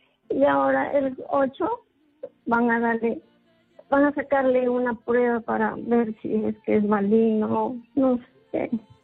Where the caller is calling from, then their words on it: Paita, Piura, Peru; de Paita.